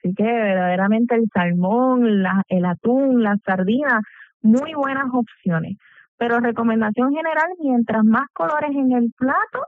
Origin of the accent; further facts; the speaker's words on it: Puerto Rico; Somos una población puertorriqueña carnívora, le gustan las carnes de res y cerdo